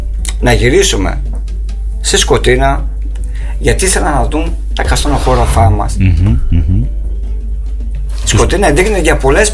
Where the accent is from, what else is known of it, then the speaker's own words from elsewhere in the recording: Skotina, Central Macedonia, Greece; now in Kallithea, Greece; Δεν το λέω γιατί κατάγω, και εγώ μένω Καλλιθέα.